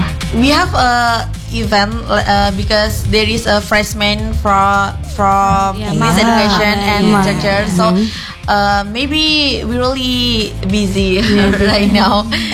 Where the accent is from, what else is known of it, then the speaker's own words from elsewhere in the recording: Tuban, East Java, Indonesia; English is a second language; moved away as an adult; now in Semarang, Indonesia; I'm from Tuban.